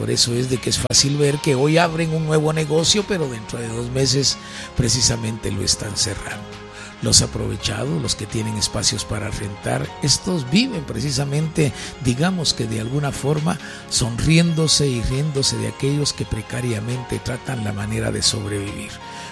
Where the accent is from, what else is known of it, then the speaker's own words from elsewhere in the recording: Guatemala; hay que recordar de que somos guatemaltecos, de que somos un país pobre